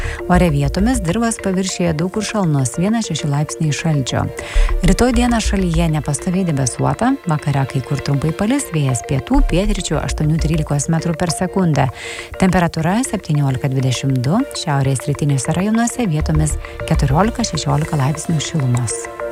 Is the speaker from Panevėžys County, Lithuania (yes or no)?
yes; Kupiškis, Panevėžys County, Lithuania; pamačiau dar praeitą vasarą, keliaudama po savo gimtąjį kraštą Kupiškio apylinkes.